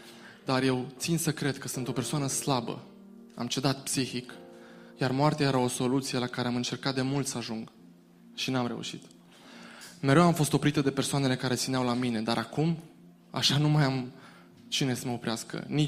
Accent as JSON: {"language": "Romanian", "town": "Baia Mare", "region": "Maramureș County", "country": "Romania", "said": "O fată din Baia Mare, eu sunt din Baia Mare, apropo."}